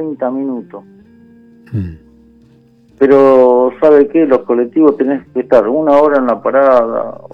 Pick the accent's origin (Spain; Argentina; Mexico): Argentina; Pontevedra, Buenos Aires Province; born there; yo nací en Pontevedra